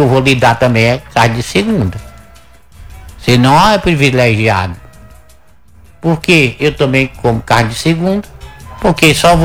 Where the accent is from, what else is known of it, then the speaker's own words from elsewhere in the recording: Brazil; Eu sou brasileiro, gosto do Brasil e torço pelo Brasil.